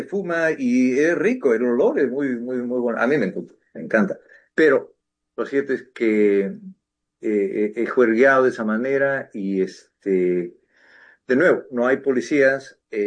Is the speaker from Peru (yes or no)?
yes; Peru; yo soy peruano.